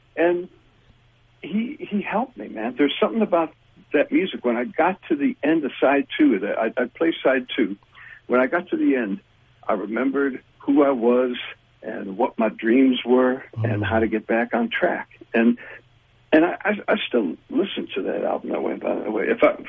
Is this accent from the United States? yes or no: yes; Detroit, Michigan, United States; I'm this bum from Detroit, man. But I grew up in the middle of a very rich musical milieu. So I went back to Detroit